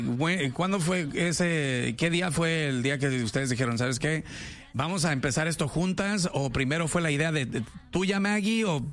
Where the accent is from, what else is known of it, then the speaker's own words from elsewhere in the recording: Michoacán, Mexico; Yo soy de Michoacán también.